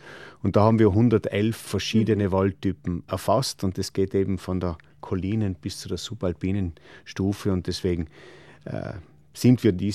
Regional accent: Trentino-Alto Adige, Italy

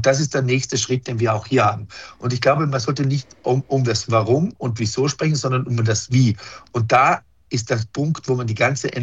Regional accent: Puster Valley, Trentino-Alto Adige, Italy; ich komme aus dem Pustertal mit 80.000 Einwohnern

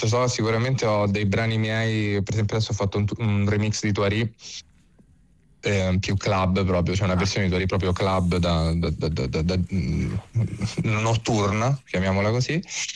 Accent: Rome, Lazio, Italy; io sono cresciuto a Villa Gloria.

